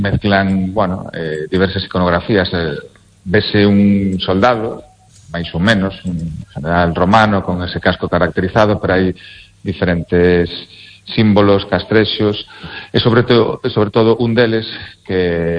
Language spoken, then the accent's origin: Galician; Lugo, Galicia, Spain